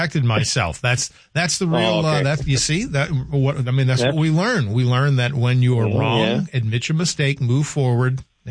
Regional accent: North Dakota, United States; I thought Iowa was windy. Oh, yeah, that's right, until growing up in North Dakota.

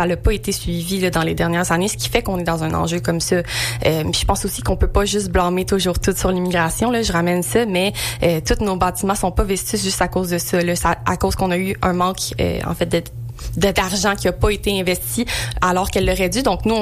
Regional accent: Quebec, Canada; Là, moi, j'ai grandi en Montérégie, mais j'ai transféré en Estrie.

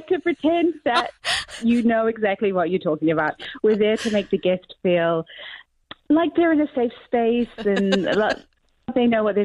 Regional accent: Auckland, New Zealand; accent: New Zealand; moved away as an adult; now in London, United Kingdom; I'm from the North Shore. I moved over to London when I was 24

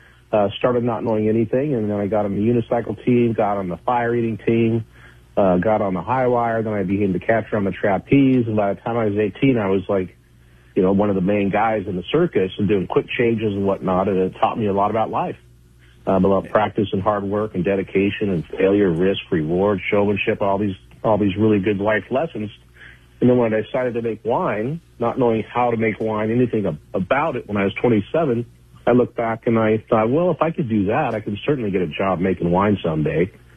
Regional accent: Wenatchee, Washington, United States; also born or lived in Oakland, California; Well, I was born in Oakland, California, but I grew up in Eastern Washington, a town called Wenatchee.

